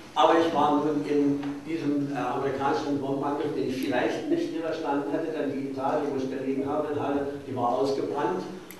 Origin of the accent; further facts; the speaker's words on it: Königsberg, Kaliningrad Oblast, Russia; Ich habe 1943 in Königsberg, meiner Heimatstadt, das Abitur gemacht